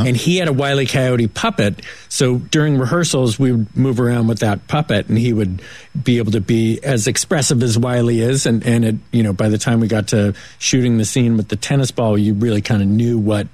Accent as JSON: {"language": "English", "town": "Oakland", "region": "California", "country": "United States", "tie": "born there", "said": "I was born in Oakland. You know, my A's have done it too."}